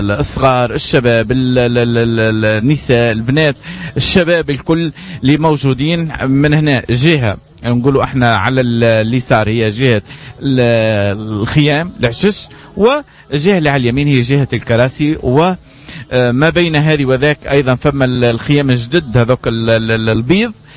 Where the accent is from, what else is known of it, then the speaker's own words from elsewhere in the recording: Tataouine Governorate, Tunisia; accent: Tataouine dialect; بلهجتنا احنا التطاوينية